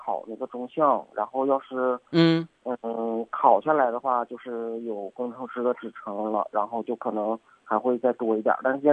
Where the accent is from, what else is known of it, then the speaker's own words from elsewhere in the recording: Harbin, Heilongjiang, China; moved away as an adult; now in Shenzhen-Shanwei Special Cooperation Zone, China; 老家哈尔滨的，香坊的。